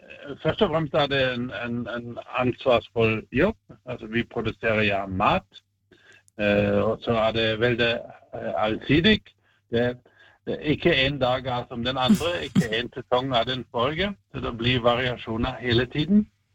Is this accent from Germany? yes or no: yes; Germany; Norwegian is a second language; moved away as an adult; now in Norway; du hører jeg sikkert fra tonen at jeg ikke har vært født i Norge, så jeg er tysk, og jeg kom til Norge for 30 år siden